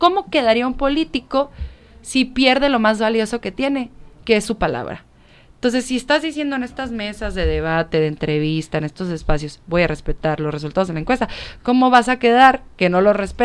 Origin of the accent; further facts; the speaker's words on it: Ciudad Juárez, Chihuahua, Mexico; born there; also born or lived in Parral; soy nacida en Ciudad Juárez, pero mi familia parralense. Y luego, pues viniendo a Chihuahua capital todo el tiempo